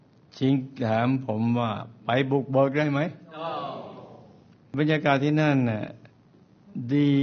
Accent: Southern Thailand, Thailand; หลวงพ่อเรียกผมไปพบแล้วถามว่าไปทางเหนือได้ไหมลูกไอ้ผมก็คนใต้แท้ๆ

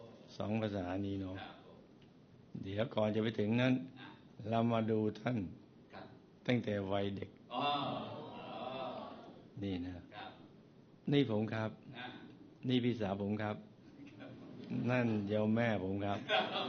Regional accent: Bangkok, Thailand; also born or lived in Betong; ผมเกิดที่เบตงจังหวัดยะลานี่มาต่อที่กรุงเทพผมเป็นพี่น้อง5คนหญิง3ชาย2ครับ

